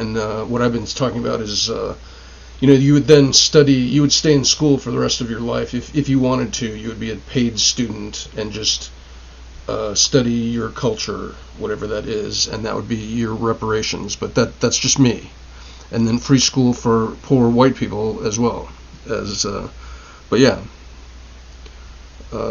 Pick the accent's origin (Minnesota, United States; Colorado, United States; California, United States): California, United States; Los Angeles; moved away; I'm originally from Los Angeles.